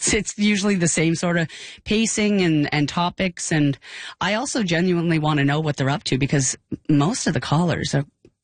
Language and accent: English; Dartmouth, Nova Scotia, Canada; now in Toronto, Canada; I've been in Toronto now living in Toronto for 12 years, and I'm from Dartmouth, Nova Scotia.